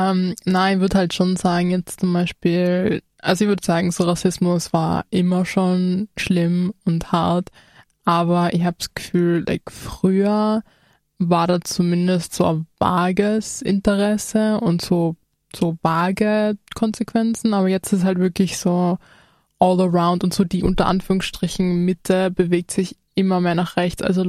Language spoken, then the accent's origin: German; Austria; als Österreicherin